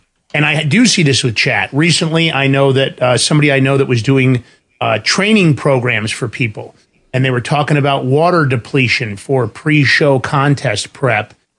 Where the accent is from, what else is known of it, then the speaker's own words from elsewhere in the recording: Bronx, New York, United States; My bots know that I'm a guy from New York in the Bronx.